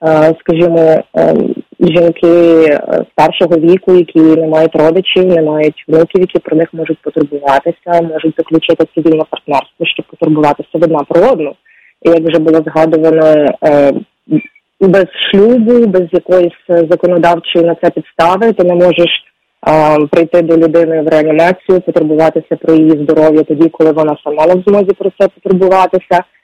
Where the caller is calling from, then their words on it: Lviv, Lviv Oblast, Ukraine; і я зі Львова.